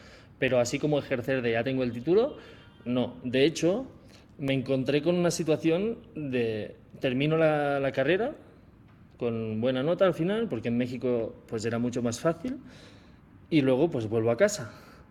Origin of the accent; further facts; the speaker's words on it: Olot, Catalonia, Spain; born there; yo en verano pues seguía grabando algún videito en mi pueblo. Pero ¿quién va a ir a mi pueblo de Olot?